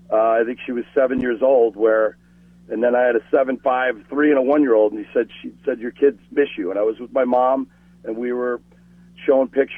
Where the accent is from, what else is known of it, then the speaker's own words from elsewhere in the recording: New York, United States; now in Chicago, United States; was born out of living in the Chicago area since 2004. I mean, it kind of broke my mom's heart when I moved away from New York.